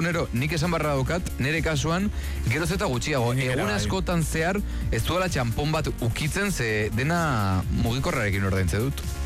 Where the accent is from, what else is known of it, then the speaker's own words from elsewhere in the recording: Ispaster, Basque Country, Spain; Ispasterretik, ostra.